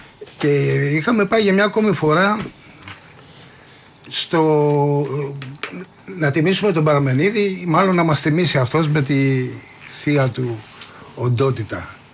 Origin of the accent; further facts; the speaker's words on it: Greece; μόλις καταλαβαίνω ότι είμαστε Έλληνες